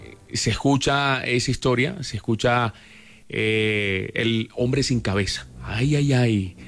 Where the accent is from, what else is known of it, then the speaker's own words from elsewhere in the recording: Espinal, Tolima, Colombia; hola Tropicana, buena, soy del Espinal Tolima, y yo también quiero participar con mi historia.